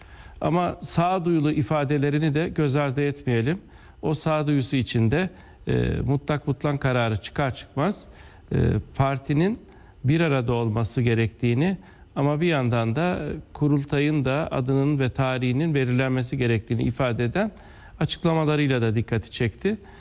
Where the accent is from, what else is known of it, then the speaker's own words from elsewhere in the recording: Ankara, Turkey; Bir Ankaralı olarak